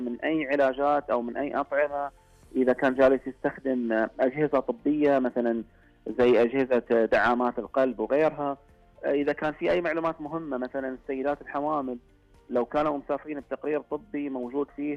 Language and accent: Arabic; Saudi Arabia; وهيئة الصحة العامة عندنا في السعودية وقاية